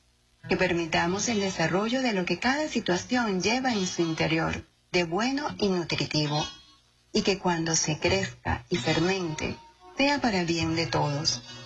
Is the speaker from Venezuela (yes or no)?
yes; Venezuela; Como venezolanos, estamos atravesando un tiempo propicio para permitir el desarrollo de lo que construye y dinamiza